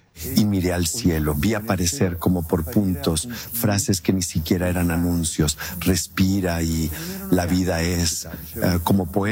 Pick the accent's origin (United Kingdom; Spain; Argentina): Argentina; pero yo vengo de Argentina, de Sudamérica, donde tenemos kilómetros y kilómetros de pampas infinitas.